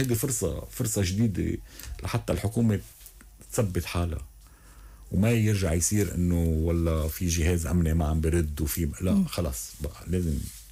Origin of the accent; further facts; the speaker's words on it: Lebanon; نحن لبنانيين قبل ما نكون شيعة